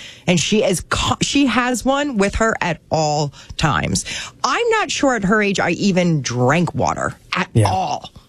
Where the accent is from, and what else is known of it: New Jersey, United States; born or raised there